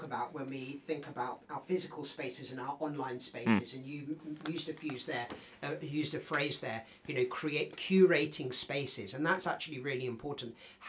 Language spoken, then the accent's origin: English; London, United Kingdom; moved away; I grew up in North London. I used to roll down Alexandra Palace.